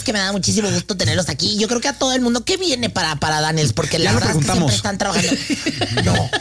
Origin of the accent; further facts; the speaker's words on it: Gómez Palacio, Durango, Mexico; also born or lived in Torreón; soy de Gómez Palacio.